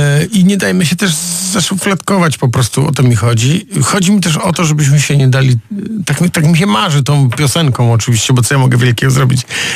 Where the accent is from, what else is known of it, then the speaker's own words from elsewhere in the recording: Silesian Voivodeship, Poland; born there; ja pamiętam w podstawówce, mieszkając na Górnym Śląsku